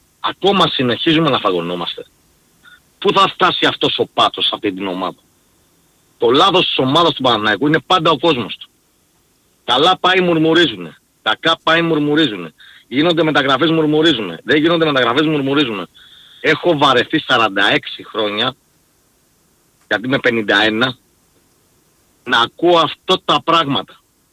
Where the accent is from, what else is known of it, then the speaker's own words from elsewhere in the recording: Athens, Attica, Greece; Ας μιλήσουμε εμείς που είμαστε από την Αθήνα και δεν είμαστε υπαρχιώτες και είμαστε λίγο άμπαλοι.